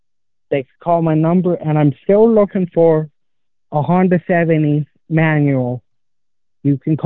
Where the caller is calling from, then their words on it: Langruth, Manitoba, Canada; I'm from the Langley area